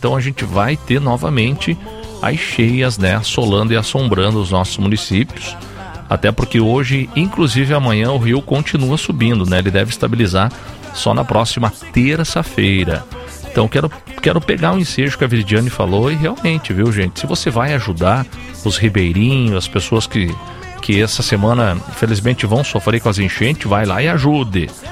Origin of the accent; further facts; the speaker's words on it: Brazil; Eu me criei ali na Vila Argentina, né, na casa da minha mãe. E ali é um dos primeiros lugares que pega enchente